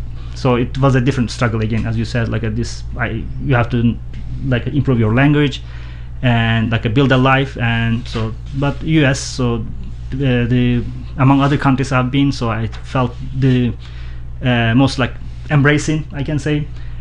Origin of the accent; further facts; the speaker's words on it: Istanbul, Turkey; English is a second language; moved away as an adult; also born or lived in East Turkey (Northern Kurdistan), near Ararat; now in Nashville, United States; my family moved to Istanbul, and I was 3 years back then. So I grew up there. So that was first time, I guess, we migrated.